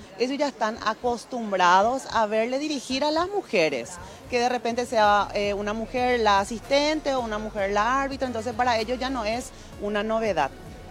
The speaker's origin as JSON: {"language": "Spanish", "country": "Paraguay"}